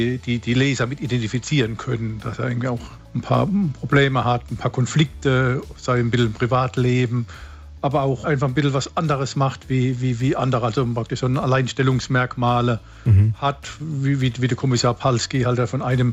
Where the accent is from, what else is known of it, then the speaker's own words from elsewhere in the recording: Germany; ich bin ja in der Kurpfalz oder Pfalz-Kurpfalz aufgewachsen, lebe dort, kenne die Örtlichkeiten